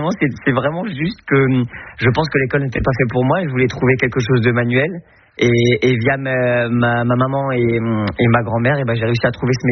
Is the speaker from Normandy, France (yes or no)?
yes; Normandy, France; moved away as an adult; also born or lived in Alençon; je suis extrêmement fier d'être normand parce qu'en fait toute ma famille est là-bas. Donc moi je suis né à Alençon et après j'ai vécu toute ma jeunesse dans le Perche